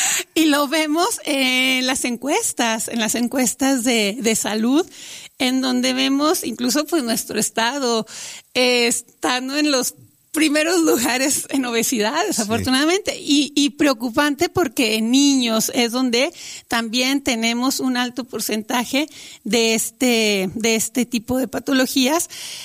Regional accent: Mexico

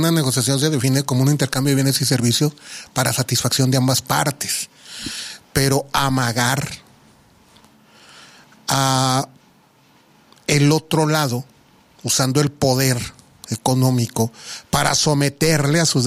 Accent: Mexico; Nos afecta a todos directamente como mexicanos, a nuestro país y a nuestro gobierno en funciones

